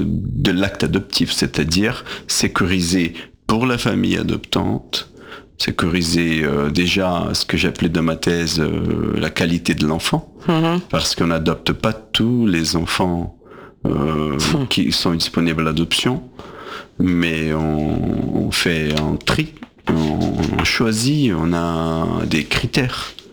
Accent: Brazil; first language Portuguese; French is a second language; now in France; Ça, il y en a aussi bien en portugais, là d'où je viens, du Brésil.

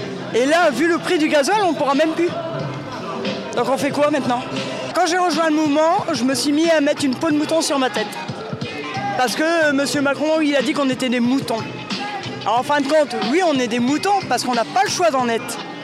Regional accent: Hauts-de-France, France; Je viens d'à côté de Noyon. Là, un petit village, un hameau de à côté de Noyon, qui est relié à Noyon.

